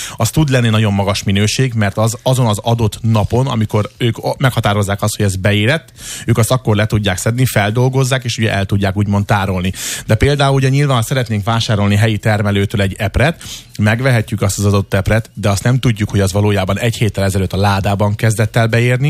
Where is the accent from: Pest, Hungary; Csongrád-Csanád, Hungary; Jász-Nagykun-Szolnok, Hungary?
Pest, Hungary; Püspökszilágy; én Püspökszilágyról származom